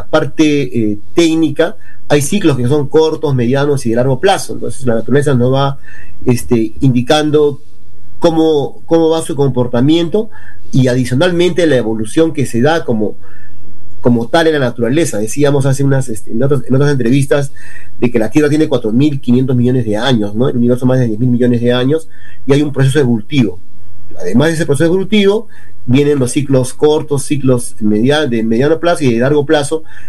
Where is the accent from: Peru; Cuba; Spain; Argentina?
Peru; Tacna; Quienes somos de Tacna o viven en Tacna muchos años